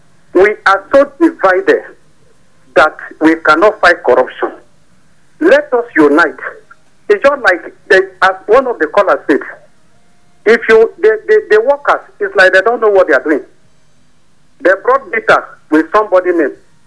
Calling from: Nigeria; I'm calling from Gadabu.

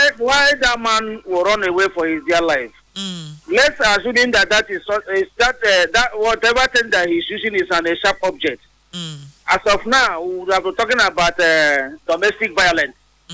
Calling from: Port Harcourt, Rivers, Nigeria; from Borokiri.

